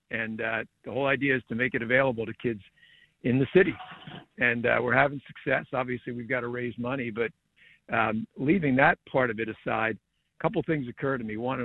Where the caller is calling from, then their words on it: Trenton, New Jersey, United States; I've been involved in youth soccer here in the Trenton area for a long time